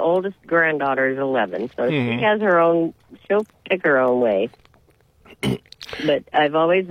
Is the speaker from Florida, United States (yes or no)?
no; Kent, Ohio, United States; I grew up in Kent.